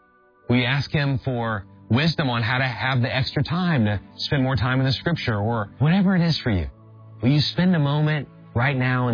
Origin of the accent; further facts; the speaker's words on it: New Orleans, Louisiana, United States; So I grew up in New Orleans area. LSU was the college team that we rooted for.